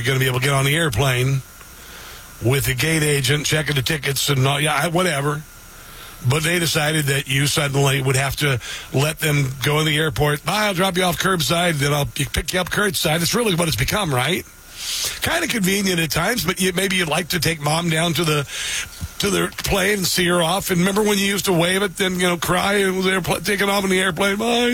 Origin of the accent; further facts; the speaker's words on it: Omaha, Nebraska, United States; Epley Airfield in my hometown of Omaha, Nebraska. Saw many relatives off in that airport when I was growing up.